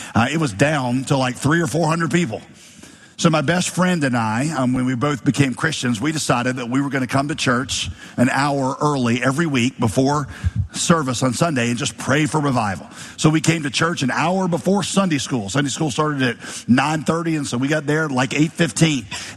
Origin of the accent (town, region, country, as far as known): Winston-Salem, North Carolina, United States; born or raised there